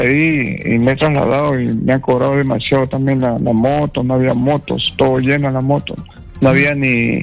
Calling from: Lima, Peru; De Villa El Salvador.

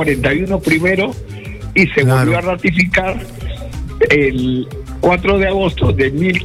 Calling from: Chosica, Lima, Peru; yo soy contribuyente acá de Chosica.

